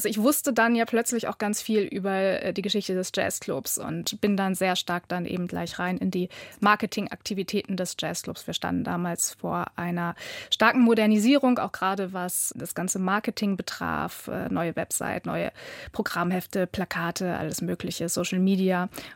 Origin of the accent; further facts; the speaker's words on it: Hanover, Lower Saxony, Germany; born there; Ich bin gebürtige Hannoveranerin. Ich bin auch begeisterte Hannoveranerin, also eine Lokalpatriotin durchaus.